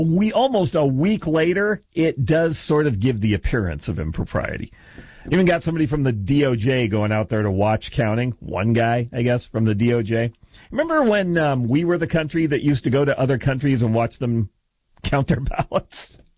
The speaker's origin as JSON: {"language": "English", "region": "California", "country": "United States", "moved": "yes", "said": "Like I said, I'm from California. There's a lot of stupid people there. They don't really know how to count very well. So math is really hard. That's why I left."}